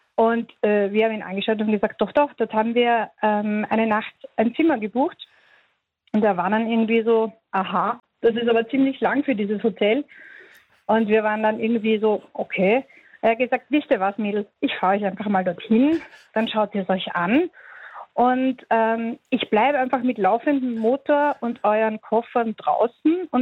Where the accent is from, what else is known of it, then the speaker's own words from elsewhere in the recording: Vienna, Austria; Weil wir haben natürlich gedacht, als Wiener haben wir gedacht, St. Pauli ist vielleicht ein schwieriger Bezirk